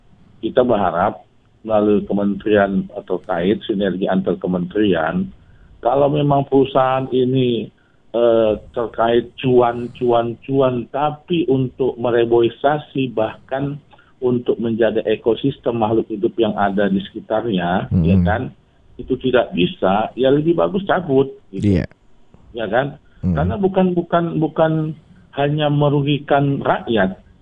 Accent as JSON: {"language": "Indonesian", "town": "Medan", "region": "North Sumatra", "country": "Indonesia", "said": "Nah, kalau saya sebagai anak Medan ini, ya kan, Bung Sabil"}